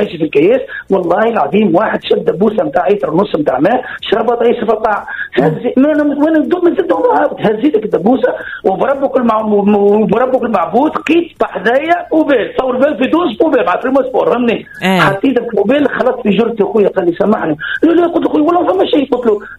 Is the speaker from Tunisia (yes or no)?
yes; Nabeul, Nabeul Governorate, Tunisia; انا في نابل انا ولد نابل انا ولد نابل قبل متذكر انا صغير تراكتور نتاع بلديه بالفرش ينظف